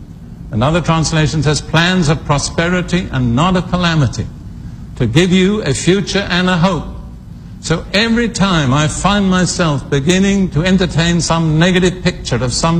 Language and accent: English; United Kingdom; moved away; Now, I am British by background, as most of you know.